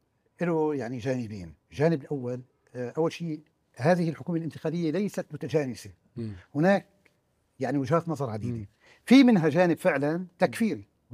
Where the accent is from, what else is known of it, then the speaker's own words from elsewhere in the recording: Syria; لأنه نحن وطنيين بالنتيجة، نحن أبناء سوريا، نحن نريد أن تكون هذه الدولة موحدة